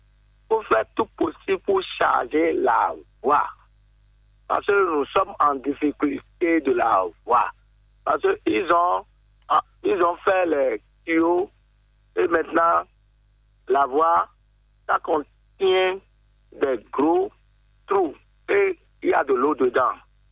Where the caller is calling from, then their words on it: Ouidah, Atlantique, Benin; c'est de Ouida